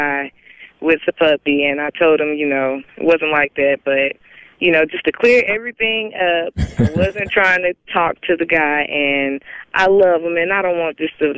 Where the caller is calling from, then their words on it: Montgomery, Alabama, United States; I'm calling from Montgomery, Alabama.